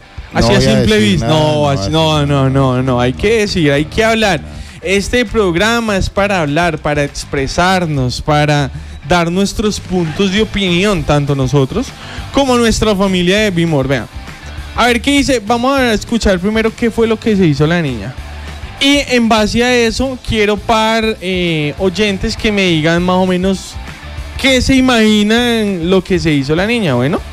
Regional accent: Antioquia, Colombia; accent: paisa; now in abroad; verdad sí he perdido un poco el acento paisa. A veces me dicen que si soy de Bogotá, otros me dicen que si soy caleña.

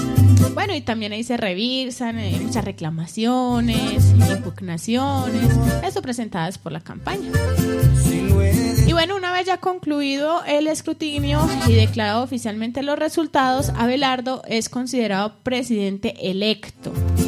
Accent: Colombia; de nuestro corazón como colombiana

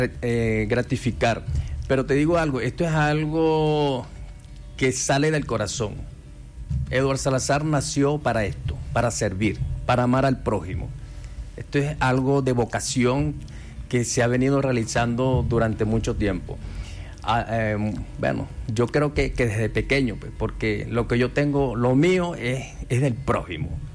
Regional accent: Venezuela; now in Guarne, Colombia; es una manera de uno sobrevivir aquí en Colombia hasta que llegue el momento de retornar a mi tierra llamada querida Venezuela.

